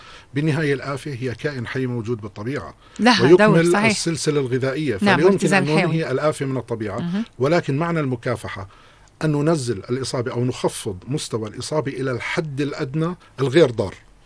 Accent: Jordan

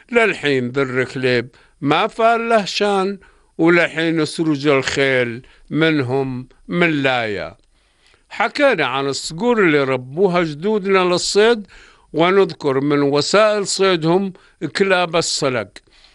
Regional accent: Jordan; عندنا بالأردن

